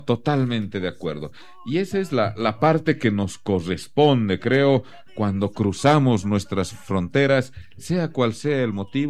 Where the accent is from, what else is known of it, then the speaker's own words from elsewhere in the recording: Bolivia; esto es Bolivia, esto se hace en mi país